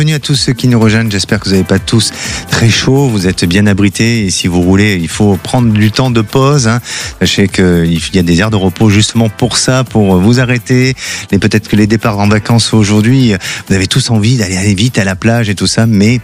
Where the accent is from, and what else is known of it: Bordeaux, Nouvelle-Aquitaine, France